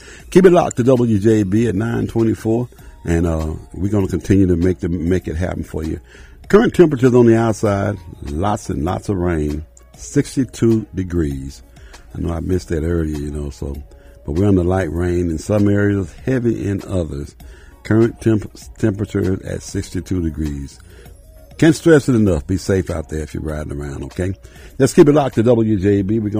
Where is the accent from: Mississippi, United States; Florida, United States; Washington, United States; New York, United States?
Mississippi, United States; Jackson; now in Tennessee Valley, United States; my hometown, Jackson, Mississippi.